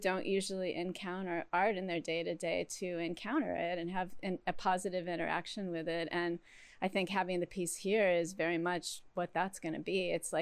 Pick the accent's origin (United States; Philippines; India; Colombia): United States; East Coast; moved away as an adult; now in California, United States; I'm from the East Coast